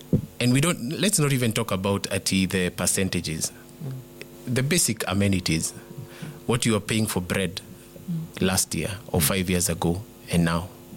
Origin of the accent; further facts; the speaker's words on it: Kenya; As a Kenyan, speaking as a Kenyan citizen